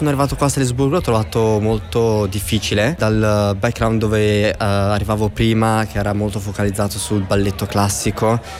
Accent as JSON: {"language": "Italian", "town": "Soraga", "region": "Trentino-Alto Adige", "country": "Italy", "moved": "yes", "lives_now": "Salzburg, Austria", "said": "sono di Soraga, Val di Fassa."}